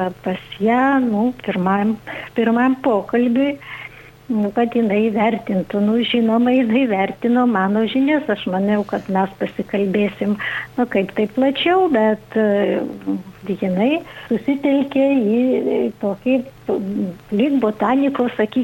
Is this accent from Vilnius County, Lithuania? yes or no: no; Salakas, Utena County, Lithuania; moved away; nu iš kur kilusi, nu sakau, iš rytų. Aukštaitijos